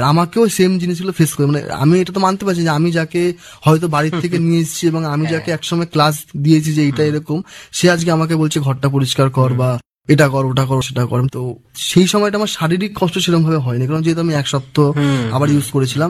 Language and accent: Bangla; Shyamnagar, West Bengal, India; আমার বাড়ি শ্যামনগর, আমার কলকাতাতেও এক আত্মীয়ের বাড়ি আছে।